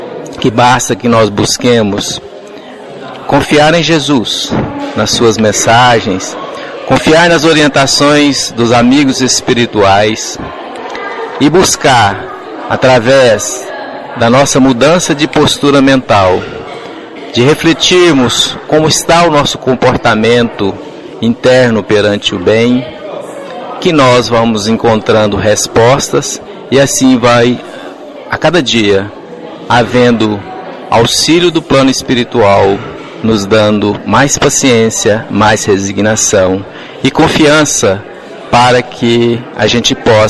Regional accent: Goiânia, Goiás, Brazil; Sou de Goiânia, estado de Goiás, Brasil.

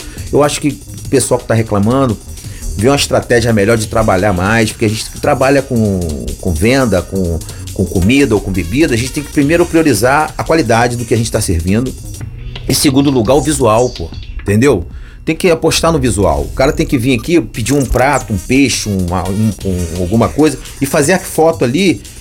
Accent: Rio de Janeiro, Brazil; a gente é carioca, mas a gente é honesto também

